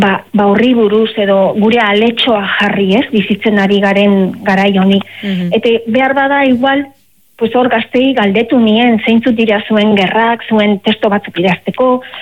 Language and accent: Basque; Basque Country, Spain; bizkaitarra naiz